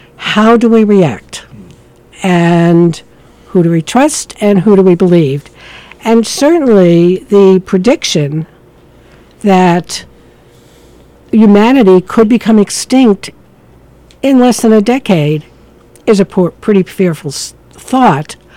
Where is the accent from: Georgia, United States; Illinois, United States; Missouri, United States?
Georgia, United States; Hinesville; born or raised there; moved away